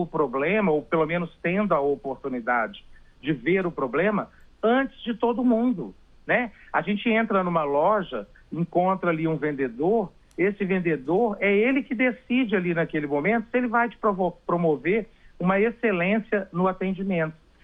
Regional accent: Belo Horizonte, Minas Gerais, Brazil; now in São Paulo, Brazil

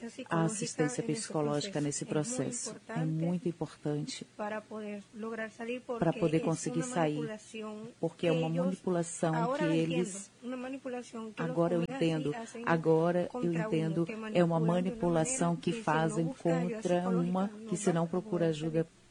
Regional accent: Venezuela; moved away as an adult; also born or lived in Peru; now in Tabatinga, Brazil; sou venezuelana, tenho 27 anos de idade. Cheguei ao Brasil em 2023, engravidei, sou venezuelana, da Venezuela vim ao Peru, do Peru ao Brasil

